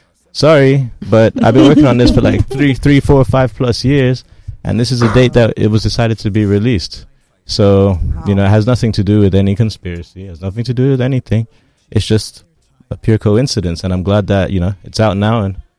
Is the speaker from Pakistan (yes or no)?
no; London, United Kingdom; also born or lived in United States; I mean, again, it's public knowledge. I grew up in London. I grew up in the US.